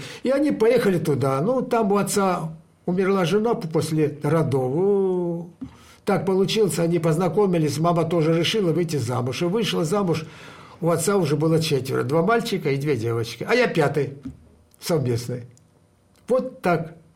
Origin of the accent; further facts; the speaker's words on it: Georgia; я себя и в паспорте написал, что я грузин, потому что у меня отец грузин